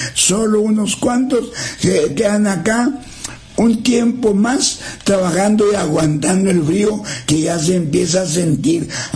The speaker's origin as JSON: {"language": "Spanish", "town": "General Terán", "region": "Nuevo León", "country": "Mexico", "said": "Ánimo, yo también soy de Terán. Ándale, has de ser bueno para cantar, porque los de ahí de Terán, el que no canta es que tiene enferma la garganta, pues ahí eran los alegres, y es cierto."}